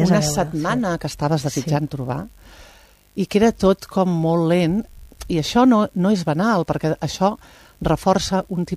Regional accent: Prats de Lluçanès, Catalonia, Spain; Clar, tio, és que jo soc de Prats

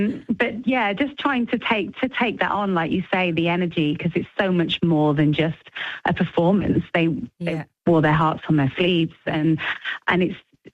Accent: United Kingdom; obviously for me as a Brit, we have this very much a sort of stiff upper lip

